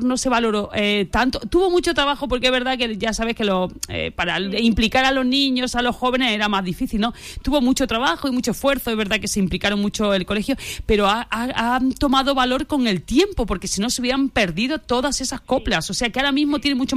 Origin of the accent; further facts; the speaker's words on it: Andalusia, Spain; nuestra forma de ser, nuestra forma de hablar, nuestro acento, todo depende un poquito también al estar aquí ya en este trío de comunidades autónomas, ¿no? Y de no estar tanto en el centro de Andalucía